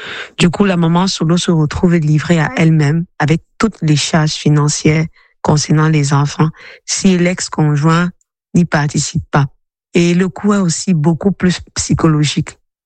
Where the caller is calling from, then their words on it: Cameroon; Je vis au Cameroun, maman solo séparée depuis 6 ans.